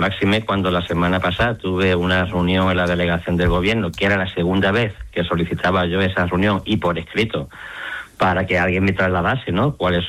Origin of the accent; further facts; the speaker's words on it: Ceuta, Spain; parece aquí que al final es el presidente viva o somos los ceutíes los responsables de esta de esta invasión